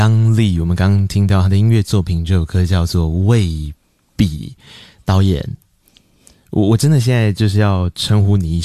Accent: Tainan, Taiwan; 因为西门路对我们台南人来说是一个非常重要的一条路。

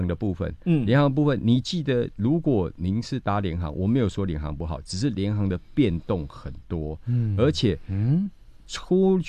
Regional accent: Taiwan; 我们台湾人讲客气嘛

